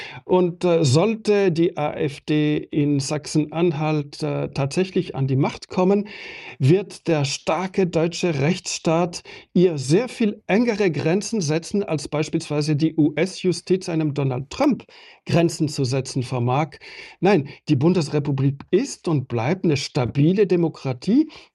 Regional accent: Switzerland; Ich bin Schweizer und ich beobachte mit Engagement die deutsche Politik

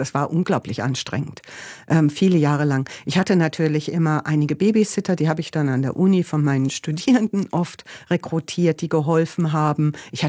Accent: Gieselwerder, Hesse, Germany; moved away as an adult; also born or lived in Bad Karlshafen; also ich bin im kleinen Dorf in der Nähe von Bad Karlshafen aufgewachsen, Gieselwerder, ein kleiner Ort an der Weser, und das war natürlich zum einen ein sehr, ist das ja ein recht schönes Dorf, was da an der Weser liegt, und das war ja auch eine recht enge so Dorfgemeinschaft

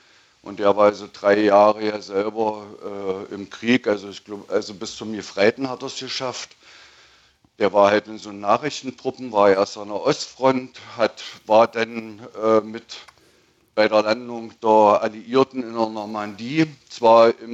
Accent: Germany; ich bin in der DDR groß geworden

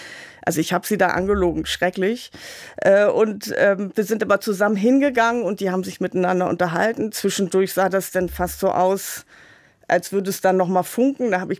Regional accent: Hamburg, Germany; Ich bin aus Hamburg.

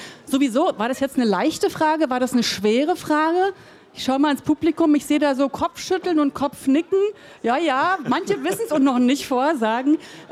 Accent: East Germany, Germany; Ich bin ein Kind der DDR gewesen.

